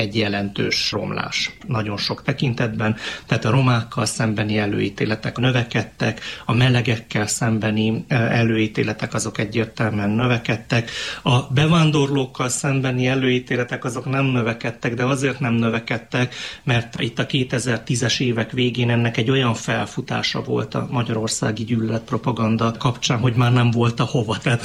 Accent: Transylvania, Romania; Mi erdélyi magyarként tudjuk

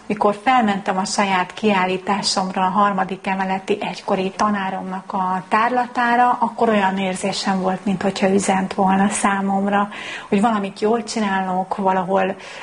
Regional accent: Budapest, Hungary; Budapesten születtem, de a 6. kerületben nőttem fel. Szép emlékeim vannak gyerekkoromból.

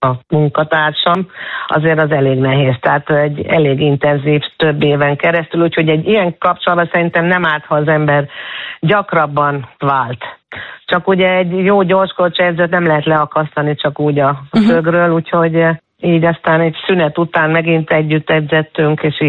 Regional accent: Hungary; moved away; also born or lived in Austria; magyar is vagyok, azóta is soha nem mondtam le magyar, mind a kettő a szívemben van, a himnusz pedig az osztrák himnusz szólt, de ugyanúgy benne van az én egész életem, aminek akkor nagy része Magyarországon zajlott

